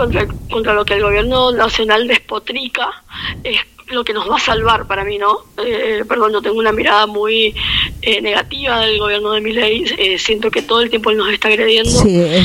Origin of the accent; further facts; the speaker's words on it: Tupungato, Mendoza, Argentina; yo soy de Tupungato